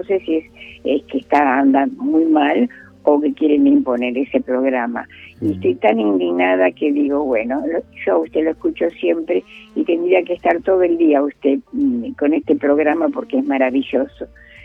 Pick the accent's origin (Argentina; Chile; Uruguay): Argentina; Berazategui, Buenos Aires Province